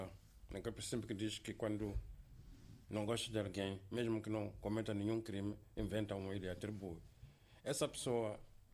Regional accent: Inhambane, Mozambique; born there; em Zavala, na zona onde eu nasci

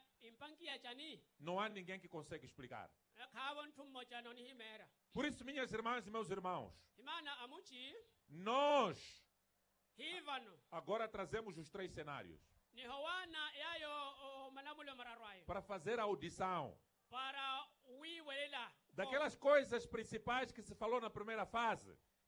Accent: Mozambique; sem necessidade de destruir o que nós fizemos como moçambicano durante esses 51 anos.

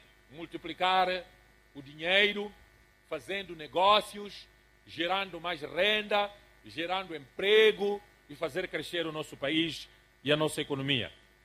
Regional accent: Mozambique; todos nós somos moçambicanos e irmãos moçambicanos.

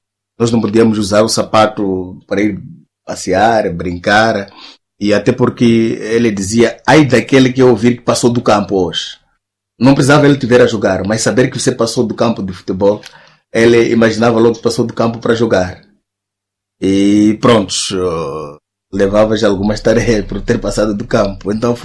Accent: Mozambique; first language Chiteve; Portuguese is a second language; E também a língua, nós falávamos a língua materna em casa, a língua tchuté. Eu comecei a falar português um pouco mais tarde.

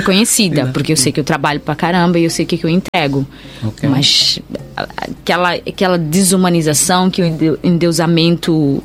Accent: Mozambique; Mas eu sou muito moçambicana, moçambicana ferrenha.

